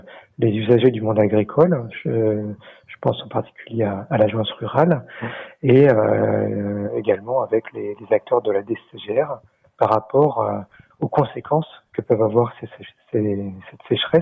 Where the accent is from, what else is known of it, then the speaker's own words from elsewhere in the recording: New Caledonia; chez nous, en Calédonie